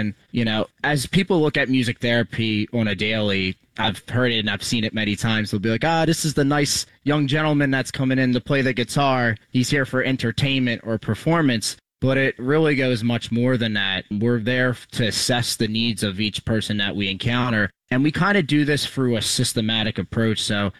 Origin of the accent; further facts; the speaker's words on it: Blackwood, New Jersey, United States; as Marcus mentioned, and I am originally from the South Jersey area. I grew up in Blackwood, New Jersey.